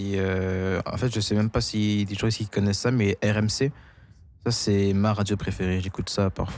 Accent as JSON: {"language": "French", "region": "Quebec", "country": "Canada", "tie": "born there", "also_born_or_lived": "New Brunswick", "moved": "yes", "said": "En fait, c'est qu'au Québec, il y avait le bus qui passait, et puis moi, j'habitais. J'habitais même pas sur loin de l'école."}